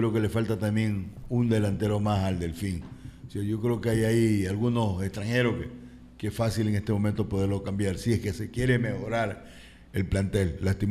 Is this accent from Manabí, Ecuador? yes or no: yes; Manabí, Ecuador; Indudablemente somos manavistas y somos ecuatorianos.